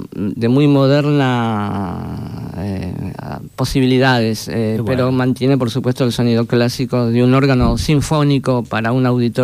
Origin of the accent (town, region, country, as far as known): Argentina